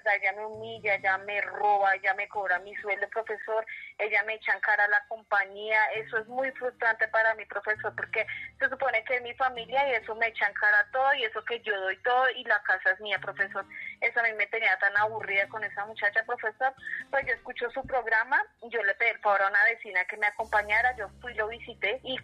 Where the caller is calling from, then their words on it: Zipaquirá, Cundinamarca, Colombia; le llamo desde Zipaquirá, Cundinamarca, paciente suya de Zipa.